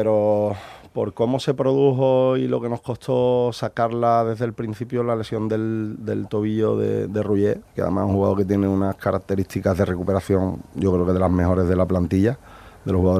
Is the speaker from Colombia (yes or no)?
no; Cádiz, Andalusia, Spain; Yo también he sido muy de la opinión, porque también he sido canterano y soy gaditano